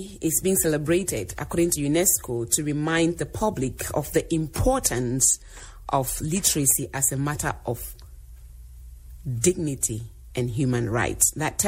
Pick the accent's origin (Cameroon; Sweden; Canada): Cameroon; English is a second language; now in United States; Yeah, they might have an accent. I'm from Africa, from Cameroon. But I can say that I'm fluent. I can write, I can speak English. I am fluent in French as well. I can write and speak French.